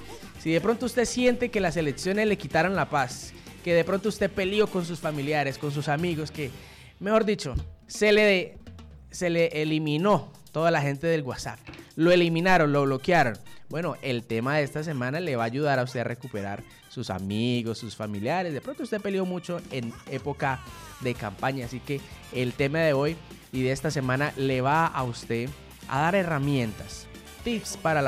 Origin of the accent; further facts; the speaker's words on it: Colombia; todos somos colombianos